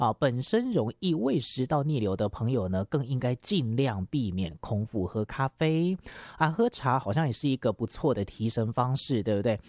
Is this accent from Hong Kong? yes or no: no; Taiwan; 其实我们台湾人好像蛮喜欢喝热茶的，对不对？